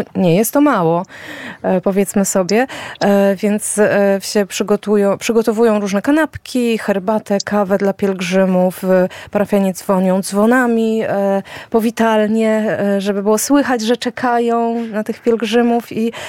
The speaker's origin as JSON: {"language": "Polish", "town": "Lipie", "region": "Masovian Voivodeship", "country": "Poland", "said": "ja pochodzę z parafii Trójcy Przenajświętszej w Lipiu koło Grójca"}